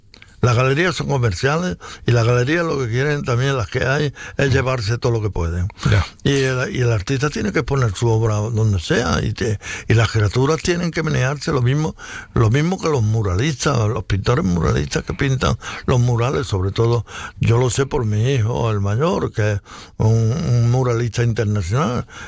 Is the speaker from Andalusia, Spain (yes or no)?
yes; Cabra, Andalusia, Spain; moved away as an adult; now in Alzira, Spain; Lo que pasa es que cabra me tira. Hombre. Porque estuve hasta los 27 años.